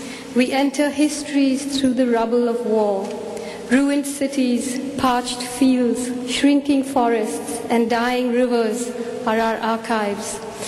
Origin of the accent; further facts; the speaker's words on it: India; officially entered in the big book of nations as an Indian citizen